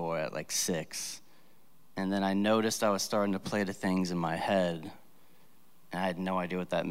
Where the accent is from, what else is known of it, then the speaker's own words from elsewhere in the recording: Ohio, United States; also born or lived in New York City; now in Nashville, United States; I grew up in Ohio, hence the Midwest reference in that last song. But I lived in New York City for a while.